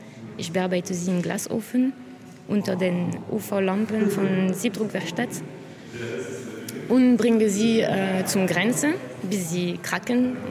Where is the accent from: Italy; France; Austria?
France; German is a second language; now in Germany; ich bin Französin. Ich studiere hier seit 5 Jahren in Klasse Gregor Schneider.